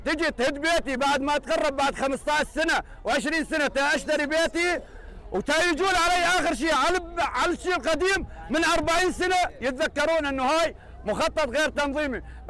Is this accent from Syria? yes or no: yes; Syria; ونترجى سيادة الرئيس أحمد الشرع يطلع بينا إحنا كمواطنين سوريين.